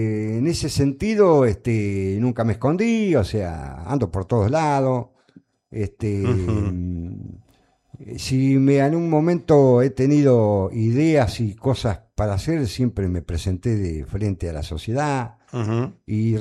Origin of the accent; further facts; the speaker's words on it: Buenos Aires, Argentina; born there; cuando éramos chicos, vivíamos en Martínez Díaz, Partido Lincoln.